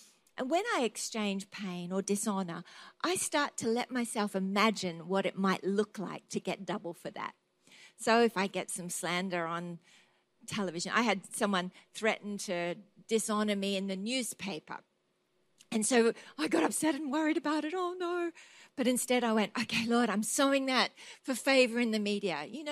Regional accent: Australia; I'm an Australian, by the way.

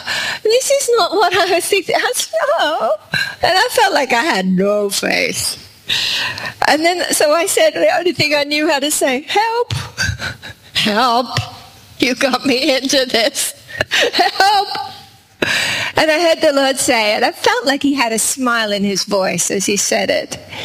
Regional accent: Australia

